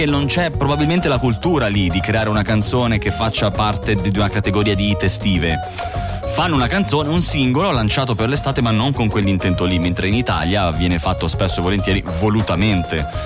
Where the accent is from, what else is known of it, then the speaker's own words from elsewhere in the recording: Italian Switzerland, Switzerland; noi è chiaro che come Svizzera italiana subiamo moltissimo l'influenza della musica italiana, perché siamo a un tiro di schioppo dal confine